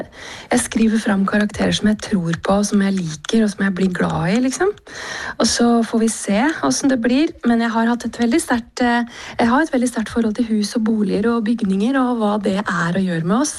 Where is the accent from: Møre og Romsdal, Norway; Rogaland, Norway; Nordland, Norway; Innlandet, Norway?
Innlandet, Norway; Koppang; now in Oslo, Norway; jeg jo fra Koppang. Jeg jo født og oppvokst i Storelvdal.